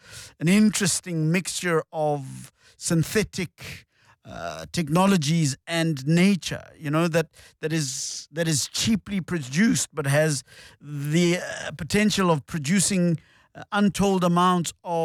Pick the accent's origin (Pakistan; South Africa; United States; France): South Africa; Pretoria, Gauteng; I'm a Praetorian. I'm from Mamelodi